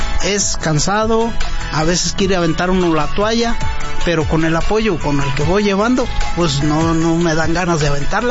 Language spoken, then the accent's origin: Spanish; Quiroga, Michoacán, Mexico; now in Morelia, Mexico; Yo soy oriundo de Mero Quiroga, Michoacán.